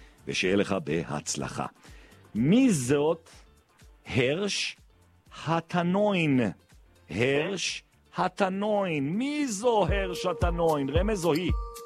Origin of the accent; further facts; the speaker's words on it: Jerusalem, Jerusalem District, Israel; אני גדלתי שם, גם סיימתי את התיכון במקיף גילו.